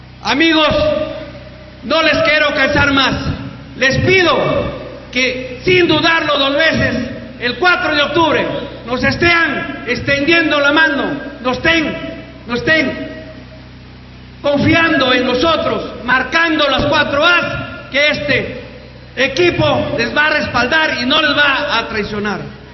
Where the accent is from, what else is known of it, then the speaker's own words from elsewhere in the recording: Ambrasbamba, Peru; yo entregue mi propia vida por mi pueblo de Ambrasbamba y sus 23 anexos.